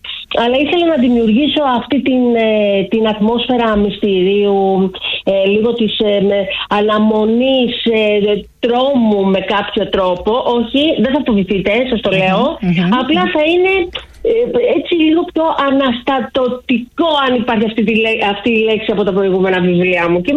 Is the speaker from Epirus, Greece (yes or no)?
yes; Ioannina, Epirus, Greece